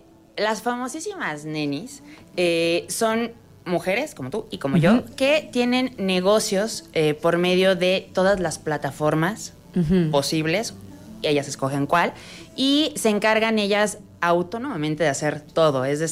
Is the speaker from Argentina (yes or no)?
no; Mexico; somos muchos mexicanos